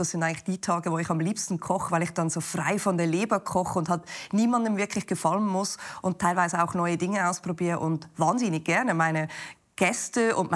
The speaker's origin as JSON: {"language": "German", "country": "Switzerland", "said": "ich bin Schweizer."}